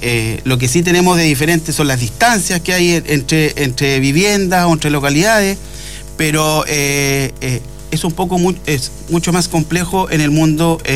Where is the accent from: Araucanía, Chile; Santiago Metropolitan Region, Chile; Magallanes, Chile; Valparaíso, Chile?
Valparaíso, Chile; Catapilco; fui funcionario municipal, fui concejal por dos periodos en la comuna vecina de Zapallar, soy oriundo de Acatapilco